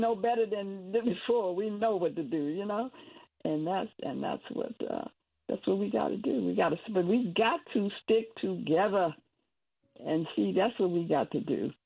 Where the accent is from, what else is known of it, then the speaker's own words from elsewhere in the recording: New York, United States; I grew up in New York too. So, you know, in Harlem.